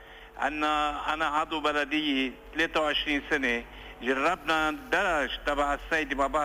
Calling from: Mayfouq, Mount Lebanon, Lebanon; من ضيعة سيدة تليج من ميفوق.

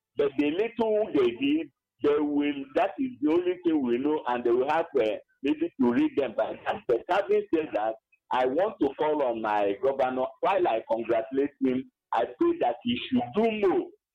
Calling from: Enugu State, Nigeria; I'm calling from Albany, Kenugu.

